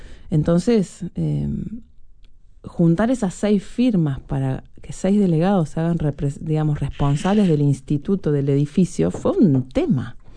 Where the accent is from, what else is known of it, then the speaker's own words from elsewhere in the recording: Montevideo, Uruguay; also born or lived in Buenos Aires; now in New York, United States; yo me mudé de Uruguay hace 16 años, antes no, de Buenos Aires a Nueva York, después, o sea, qué tipo... Hay miles de cosas que yo dejé en Montevideo